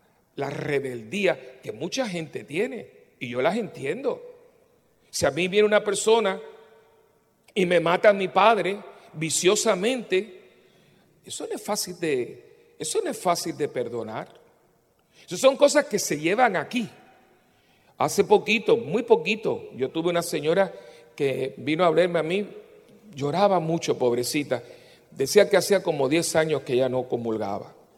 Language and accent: Spanish; Cuba; born there; moved away; yo nací en Cuba